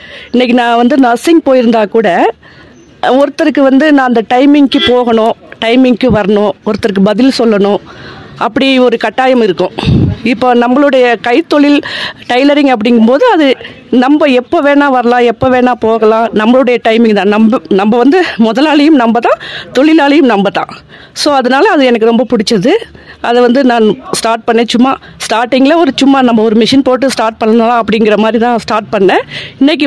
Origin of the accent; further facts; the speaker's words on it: a village in Thanjavur district, Tamil Nadu, India; moved away as an adult; now in Ooty, India; நான் வந்து தஞ்சாவூர் மாவட்டம் சேவேரிக்குடிக்காடுங்கிற ஒரு கிராமத்துல தான் நான் பிறந்து வளர்ந்ததெல்லாம். நான் படித்தது கூட தஞ்சாவூர் மாவட்டத்தில் தான், தஞ்சாவூர் பிளேக்கே ஸ்கூலுங்கிற ஒரு ஸ்கூலில் தான் நான் படித்து பிளஸ் டூ முடிச்சுட்டு நர்ஸ் ட்ரைனிங் முடிச்சிருக்கேன்.